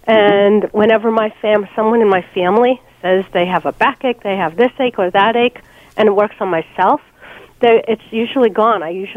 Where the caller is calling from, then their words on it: New York City, New York, United States; I'm in New York City.